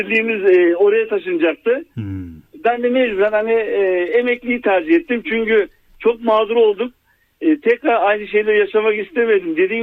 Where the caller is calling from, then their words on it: Ankara, Turkey; Ankara'dan arıyorum.